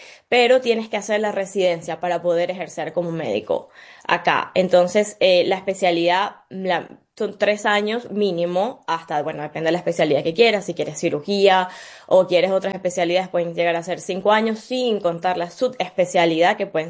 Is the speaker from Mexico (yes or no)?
no; Venezuela; moved away as an adult; now in Albany, United States; yo primero soy de Venezuela, nací, crecí allí y me mudé a Estados Unidos hace 10 años, hice mi carrera en Venezuela